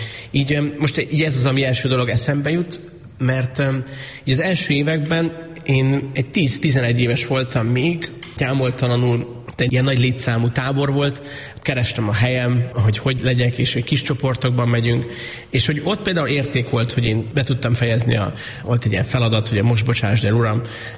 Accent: Miskolc, Borsod-Abaúj-Zemplén, Hungary; miskolciként Avason éltünk a szüleimmel, ott az egyházközségen belül nekünk ez egy fontos élmény volt, hogy görög-katolikus egyházhoz tartozunk

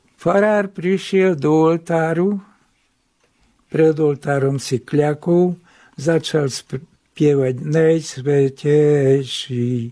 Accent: Szarvas, Békés, Hungary; Tak som jej to povedal, že som Sarvašan.

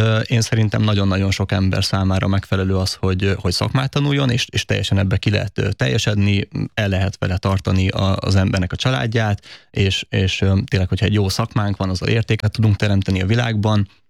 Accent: Budaörs, Pest, Hungary; Én speciál Budaörsön nőttem föl

